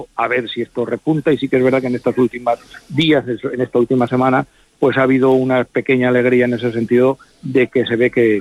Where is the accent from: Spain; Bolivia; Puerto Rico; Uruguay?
Spain; Castile and León; Castilla y León, que es de donde yo soy